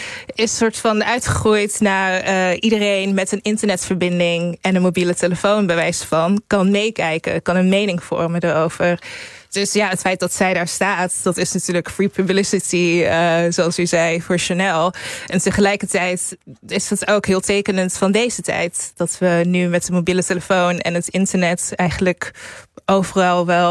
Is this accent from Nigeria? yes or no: yes; Nigeria; ik ben zelf Nigeriaanse.